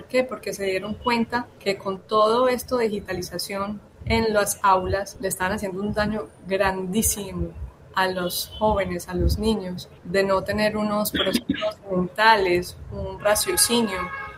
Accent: La Ceja, Antioquia, Colombia; moved away; la ceja no podía faltar en esta obra. Yo tenía que incluirla porque es mi tierra, porque es mi espacio, porque es hermosa, porque es un valle divino, porque la temperatura es excelente, porque la gente es supremamente educado, es un lugar limpio

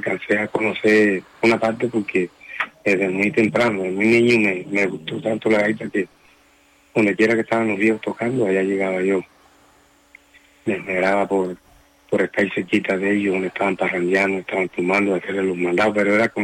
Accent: San Juan Nepomuceno, Bolívar, Colombia; yo nací aquí en San Juan, en el ambiente este de gaitero

